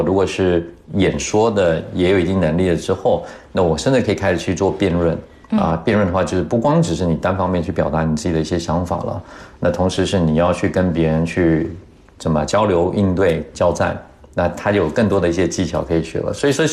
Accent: China; 因为对于我们中国人来讲，我们其实中文也有语法，对吧？

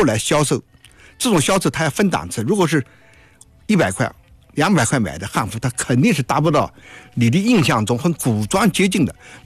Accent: China; 我们中国人

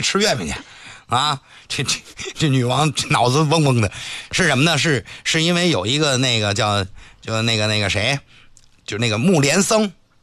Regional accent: northern China, China; 作为一个北方人

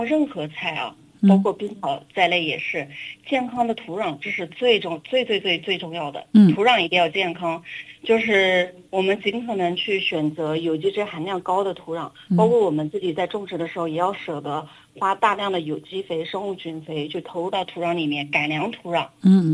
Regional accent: China; 符合我们中国人的口味。

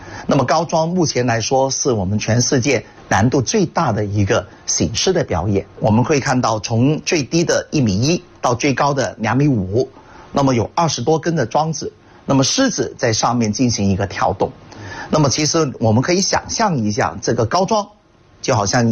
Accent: Guangdong, China

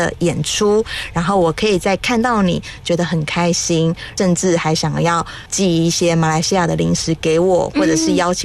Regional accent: Taiwan; accent: Taiwanese accent; 听到我的台湾腔以后就说

